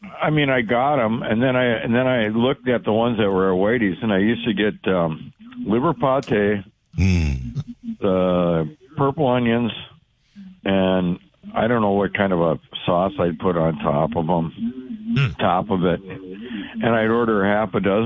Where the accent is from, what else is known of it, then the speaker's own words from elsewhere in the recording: Milwaukee, Wisconsin, United States; I come from Hard Roll City around Milwaukee